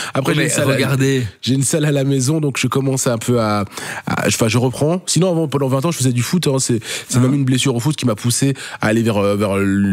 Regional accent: Charleroi, Wallonia, Belgium; Oui, évidemment, moi, je suis Carolo Furson.

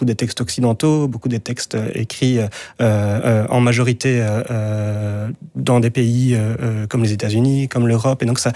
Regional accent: Belgium; en tant que Belges

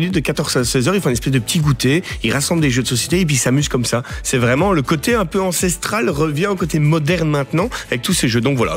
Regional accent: Marbehan, Wallonia, Belgium; moved away; dans mon village natal que j'ai vécu 32 ans

